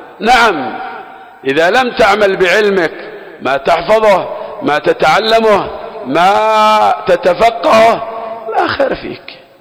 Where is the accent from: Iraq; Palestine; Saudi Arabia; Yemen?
Yemen; Aden